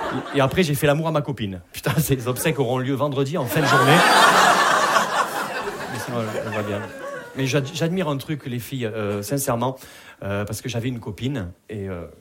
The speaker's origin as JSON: {"language": "French", "town": "Perpignan", "region": "Occitanie", "country": "France"}